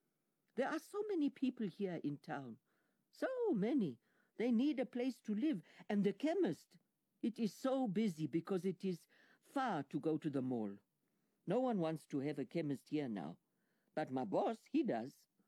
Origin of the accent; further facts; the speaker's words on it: Limpopo, South Africa; In my culture, I come from Venda. The woman always goes to live with the man's family.